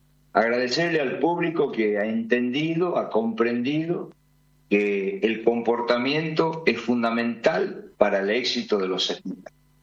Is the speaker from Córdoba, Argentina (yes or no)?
no; Tucumán, Argentina; nos sentimos orgullosos como tucumanos.